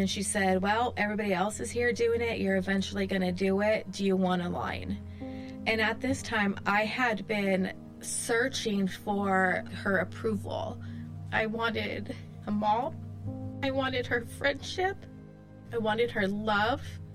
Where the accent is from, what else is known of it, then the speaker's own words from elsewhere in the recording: Hayward, California, United States; now in Modesto, United States; because I came from Hayward, right?